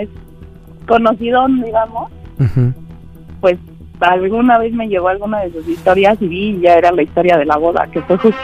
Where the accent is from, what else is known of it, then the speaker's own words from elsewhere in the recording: State of Mexico, Mexico; 29 años, del Estado de México.